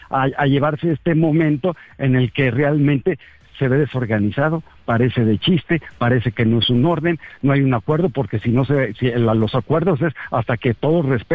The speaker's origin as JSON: {"language": "Spanish", "country": "Mexico"}